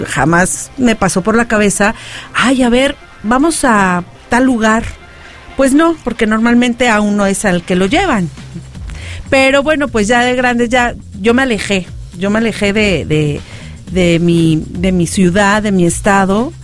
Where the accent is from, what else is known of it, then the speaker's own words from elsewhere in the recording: Tulancingo, Hidalgo, Mexico; moved away as an adult; Hidalgo es mi estado, yo nací en Tulancingo, Hidalgo